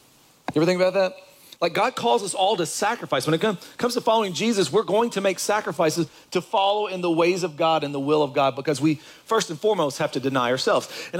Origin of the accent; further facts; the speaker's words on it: Kentucky, United States; I left Kentucky, I'll give of my hometown with my family, I'll give of all of that and come, I'll do all that.